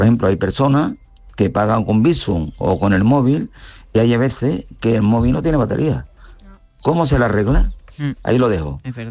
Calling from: Mairena, Andalusia, Spain; Buenos días … de Mairena.

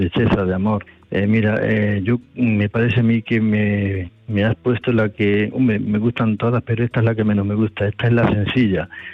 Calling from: Córdoba, Andalusia, Spain; de Córdoba

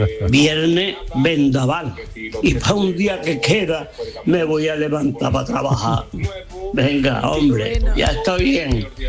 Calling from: Málaga, Andalusia, Spain; de Málaga.

